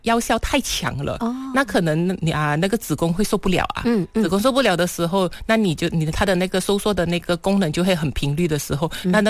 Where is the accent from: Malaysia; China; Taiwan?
Malaysia; 那我们马来西亚这边其实是比较偏向于南方的习俗，尤其是广东那一带的